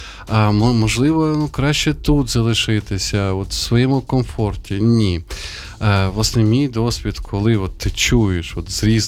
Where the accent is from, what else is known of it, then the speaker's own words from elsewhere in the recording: Sumy, Sumy Oblast, Ukraine; now in Kyiv, Ukraine; я дуже переживаю за там, моє рідне місто, за Суми.